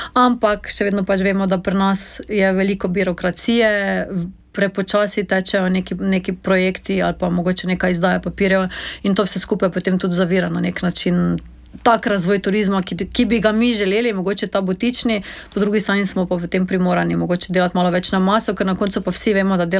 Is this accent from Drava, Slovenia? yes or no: yes; Maribor, Drava, Slovenia; Jaz sem sama Mariborčanka, živim v centru mesta